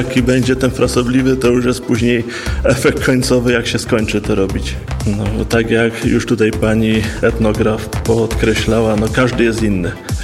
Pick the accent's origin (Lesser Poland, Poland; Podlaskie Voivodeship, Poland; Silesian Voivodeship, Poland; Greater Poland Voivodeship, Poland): Silesian Voivodeship, Poland; Szczyrk; Urodziłem się w Szczyrku, no i do dzisiaj mieszkam w Szczyrku.